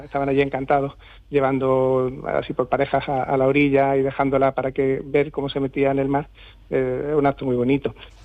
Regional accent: Andalusia, Spain; somos andaluces, pero tenemos la parte levantina y el mar de Alborán

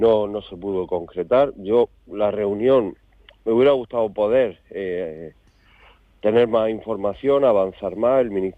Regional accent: Almería, Andalusia, Spain

